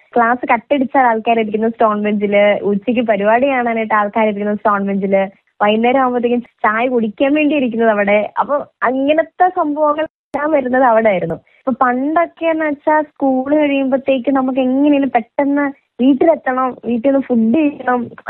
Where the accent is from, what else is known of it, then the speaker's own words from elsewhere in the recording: Kanjirappally, Kerala, India; moved away as an adult; ഞാൻ കാഞ്ഞിരപ്പള്ളി സ്വദേശിനിയാണ്.